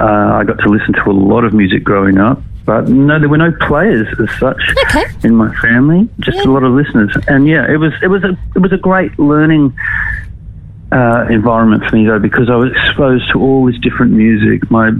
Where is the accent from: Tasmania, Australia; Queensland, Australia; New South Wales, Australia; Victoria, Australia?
Queensland, Australia; Brisbane; I grew up in Brisbane.